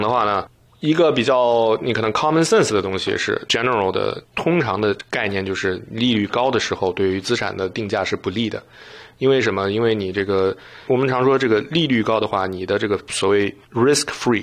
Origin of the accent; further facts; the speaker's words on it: Canada; 咱们加拿大人